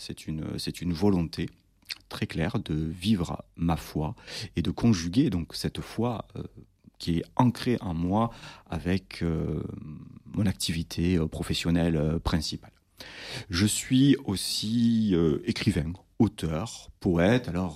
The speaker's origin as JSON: {"language": "French", "town": "Carcassonne", "region": "Occitanie", "country": "France", "also_born_or_lived": "Toulouse", "moved": "yes", "lives_now": "Miramas, France", "said": "chez moi, dans l'Aude, parce que je suis carcassonnais, je suis né à Carcassonne en tout cas, j'ai vécu à Toulouse, je ne sais pas si les auditeurs entendent ou reconnaissent l'accent."}